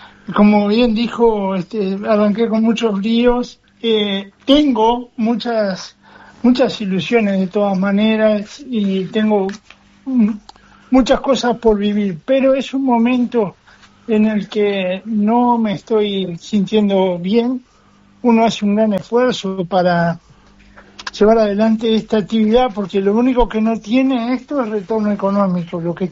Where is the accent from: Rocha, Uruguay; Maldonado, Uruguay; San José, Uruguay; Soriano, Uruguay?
Rocha, Uruguay; Castillos; yo me crié entre las carreras de caballo, pero en el interior, yo soy nacido y criado en Castillos